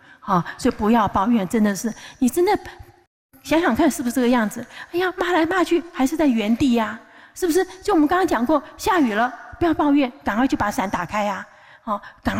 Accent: China; 我们中国人说这个守成不易，莫图勿进攻

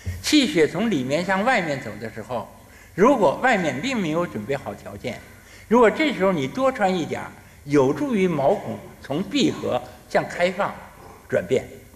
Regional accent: China; 我们中国人有很多老理儿。

